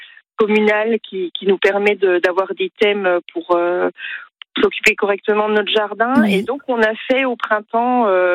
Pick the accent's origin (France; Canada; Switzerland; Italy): France; Bourgogne-Franche-Comté; Du coup, on est originaire de la Franche-Comté, de Besançon, à côté de Besançon, oui.